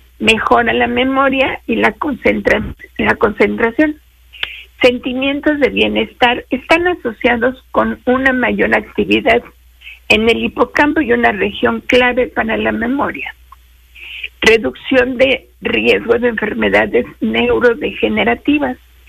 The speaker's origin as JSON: {"language": "Spanish", "country": "Mexico", "said": "nosotros somos los mexicanos"}